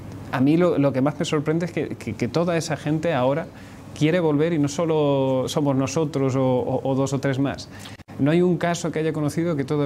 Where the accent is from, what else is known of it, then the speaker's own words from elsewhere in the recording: Seville, Andalusia, Spain; moved away as an adult; now in Barcelona, Spain; Yo soy sevillano.